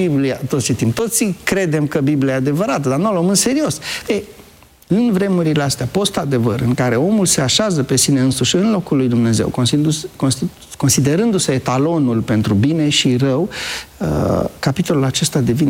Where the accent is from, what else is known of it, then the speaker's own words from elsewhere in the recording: Romania; Noi ca români